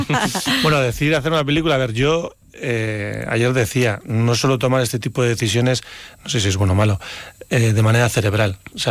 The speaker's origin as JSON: {"language": "Spanish", "town": "Leioa", "region": "Basque Country", "country": "Spain", "said": "soy de Leioa, un pueblo prácticamente pegado al Gorta, que es donde Ramiro Pinilla vivió la mitad de su vida y donde está ambientada la historia."}